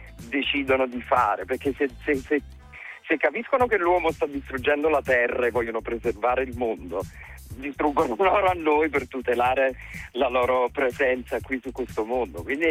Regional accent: Campania, Italy; io vengo dalla provincia di Caserta

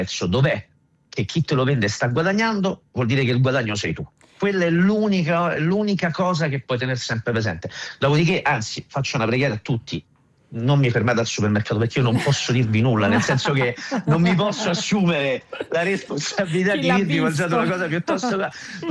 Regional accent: Rome, Lazio, Italy; quando scoprono che io vengo da Ostia

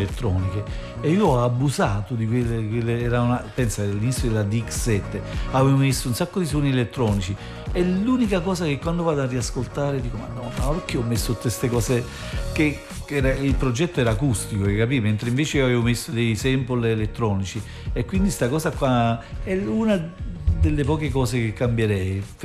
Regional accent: Naples, Campania, Italy; dico, ma io vengo dall'Arenaccia, ma sicuro che sono io.

